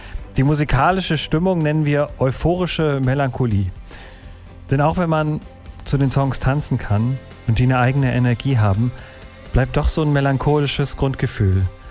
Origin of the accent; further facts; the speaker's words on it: Sigmaringen, Baden-Württemberg, Germany; born there; moved away; Kennengelernt haben wir uns als Jugendliche in Sigmaringen. Damals haben wir praktisch im dortigen Jugendhaus gewohnt.